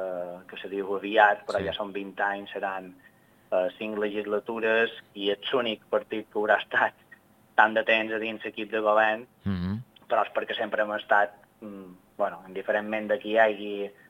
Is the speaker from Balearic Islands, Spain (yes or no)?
yes; Son Servera, Balearic Islands, Spain; com a ciutadans de Son Cervera, com a cerverins que estimam el nostre poble, el nostre municipi